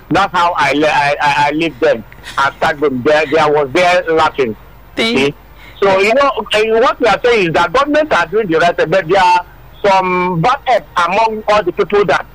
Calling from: Badagry, Lagos, Nigeria; I'm calling from Aradabu Badagri.

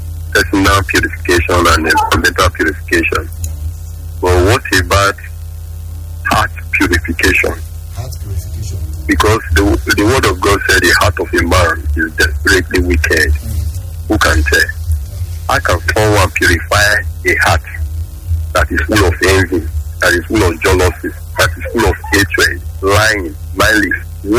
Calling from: Benin City, Edo, Nigeria; And this is we … calling from Oluku Bypass.

